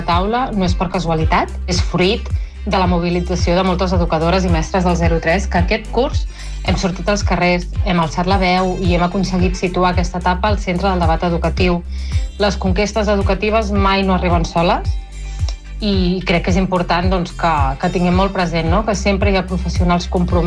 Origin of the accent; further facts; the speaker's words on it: Catalonia, Spain